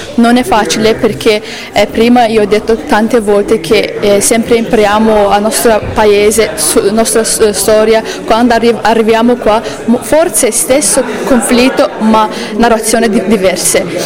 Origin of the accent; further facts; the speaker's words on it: Azerbaijan; Italian is a second language; moved away as an adult; now in Italy; vengo dall'Azerbaijan e sono studentessa di Warehouse Program di Rondine, Città della Pace, e sto finendo questo programma. Quindi già 2 anni passati io ho passato qua in Italia